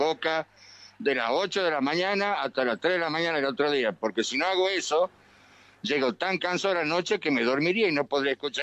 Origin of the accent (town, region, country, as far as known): Tucumán, Argentina; now in Salta, Argentina